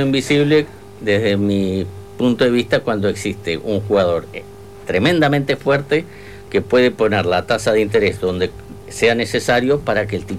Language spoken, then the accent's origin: Spanish; Uruguay